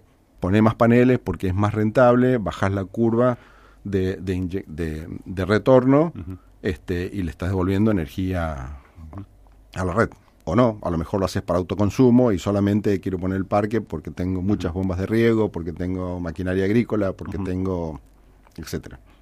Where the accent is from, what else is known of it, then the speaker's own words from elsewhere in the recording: Mendoza, Argentina; Así que conocemos Mendoza desde hace 40 años. Somos de Mendoza todos.